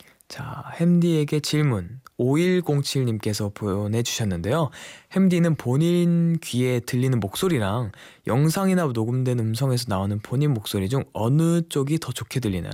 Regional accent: Cheonan, South Chungcheong, South Korea; moved away; 저도 되게 천안이 가끔은 그립습니다. 언젠가 또 제 고향에 갈 수 있는 날이 오기를 바라면서

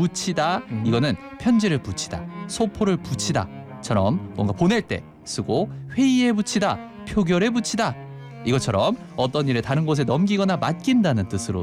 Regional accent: Seoul, South Korea; 전 서울 사람이에요.

